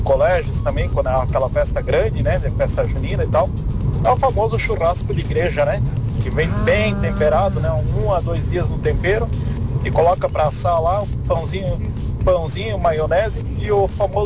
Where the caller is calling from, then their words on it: Jaraguá do Sul, Santa Catarina, Brazil